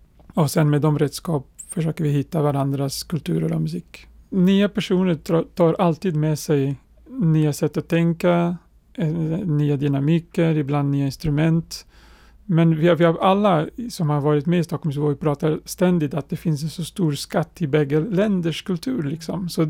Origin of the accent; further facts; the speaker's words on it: Portugal; moved away as an adult; now in Sweden; Jag känner mig faktiskt lika svensk som portugis.